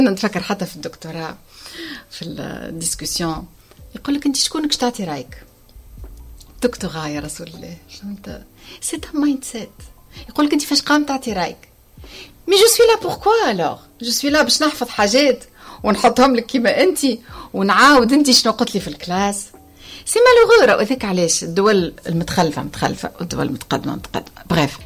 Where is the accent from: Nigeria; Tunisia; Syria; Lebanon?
Tunisia; احنا اللي عندنا في تونس